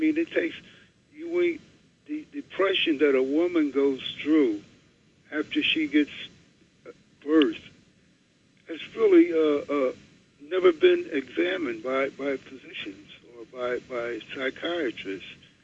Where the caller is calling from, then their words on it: New York City, New York, United States; Calling from Brooklyn.